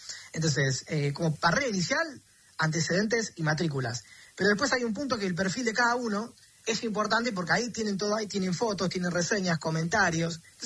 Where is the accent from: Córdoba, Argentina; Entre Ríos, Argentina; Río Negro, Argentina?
Córdoba, Argentina; yo soy acá de Córdoba